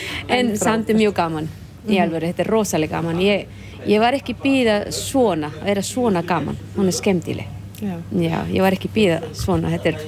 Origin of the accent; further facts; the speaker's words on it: Honduras; Icelandic is a second language; now in Grenivík, Iceland; og ég kem frá Honduras og ég eigandi Jónsabúð.